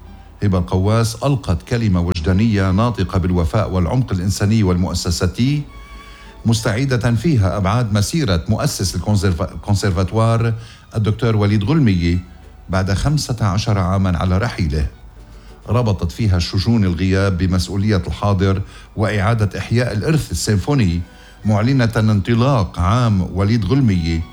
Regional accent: Lebanon; نحن كلبنانيه

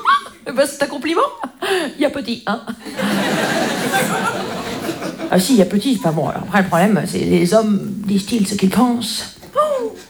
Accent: Grand Est, France; Moi, je viens des Vosges. Les Vosges.

